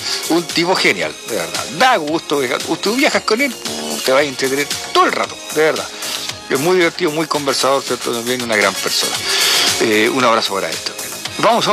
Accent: Tomé, Biobío, Chile; ¿Y cómo está mi gente, Tomé? Bueno, un abrazo, ¿cierto? A todos mis coterráneos

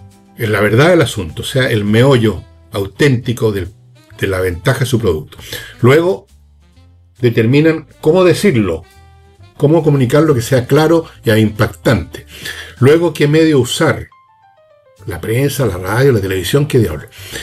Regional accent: Chile

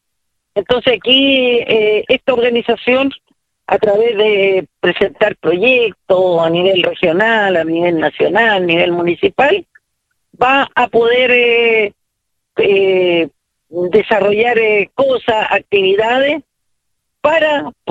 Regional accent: Chile; somos chilenos, y como chilenos

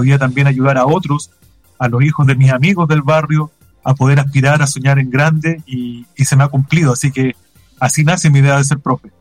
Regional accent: Cabildo, Valparaíso, Chile; yo soy de Cabildo, la zona urbana. Entonces acá yo estudié en una escuela tradicional, en una escuela hasta octavo básico, luego a la enseñanza media. Y luego, bueno, yo soy hijo de madre soltera, asesora del hogar

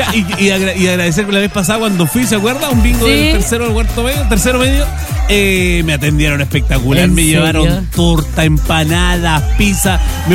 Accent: Puerto Williams, Magallanes, Chile; No, porque somos pichiruchi, nosotros somos de Puerto William, que somos, ha sido un puñado de gente.

